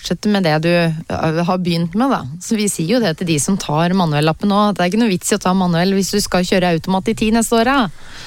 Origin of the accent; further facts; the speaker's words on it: Hønefoss, Buskerud, Norway; now in Toten, Norway; for jeg kom jo opprinnelig fra Hønefoss.